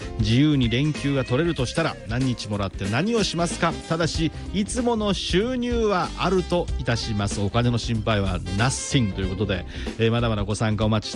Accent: Kaminokawa, Tochigi, Japan; 地元の栃木の上の川のね

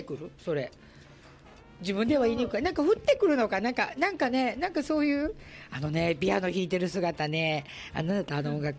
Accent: Osaka, Japan; 若干ね私も大阪人なのでズケズケと、KY とか全然、普通に行くんで

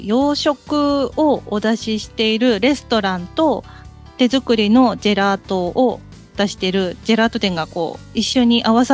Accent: Kitakyushu, Fukuoka, Japan; also born or lived in Tokyo; now in Yasugi, Japan; 安来の出身ではないんですけど、地元は福岡、北九州が地元で

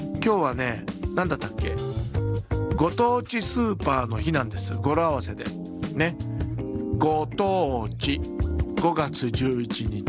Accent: Shizuoka, Japan; 静岡出身だけど

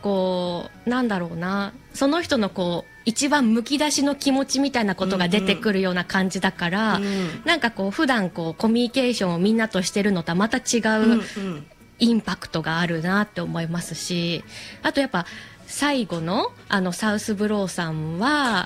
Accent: Yamanashi, Japan; 私地元山梨ですけど、

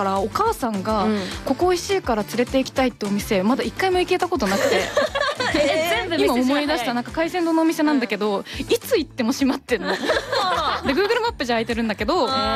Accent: Fukuoka, Japan; moved away as an adult; now in Tokyo, Japan; この前福岡に帰った時に、なんか私は大学で上京してからあんまり飲み屋とかに行ったことがなくて

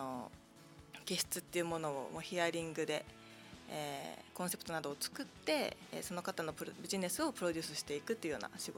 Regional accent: Okinawa, Japan; 生まれも育ちも

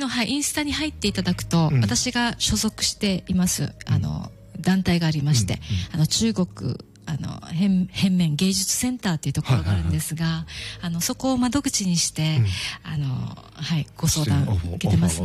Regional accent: Okinawa, Japan; born or raised there

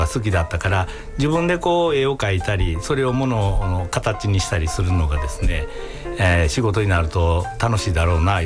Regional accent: Osaka, Japan; born there; 僕大阪で生まれてるんですけれども、はい、両親が淡路島の海辺の出身なんですね。

